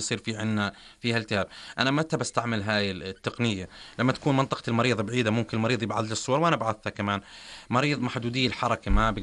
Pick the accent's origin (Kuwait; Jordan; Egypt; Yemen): Jordan; الموجودة عندنا بالأردن